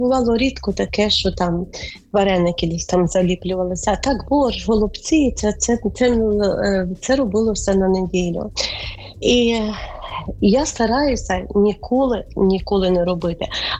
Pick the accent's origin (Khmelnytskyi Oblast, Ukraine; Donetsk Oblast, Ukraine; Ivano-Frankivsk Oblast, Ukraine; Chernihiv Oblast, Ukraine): Ivano-Frankivsk Oblast, Ukraine; Я виросла на Франківщині в селі.